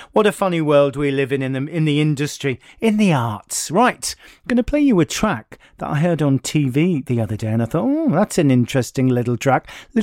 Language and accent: English; United Kingdom; born there; I'm British, even though I was born here and I've got a national insurance number.